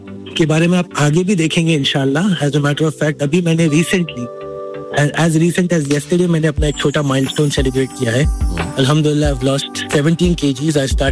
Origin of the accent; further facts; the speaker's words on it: Saudi Arabia; now in Qatar; And being born and raised in middle east, Saudi में पैदा हुआ पला बड़ा, तो मुझे यहाँ के खाने बहुत पसंद, मंदी Bukhari कब्सा and all that stuff.